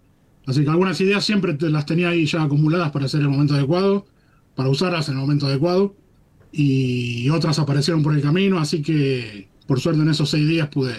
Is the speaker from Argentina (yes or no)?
yes; Argentina; escribirla como un argentino.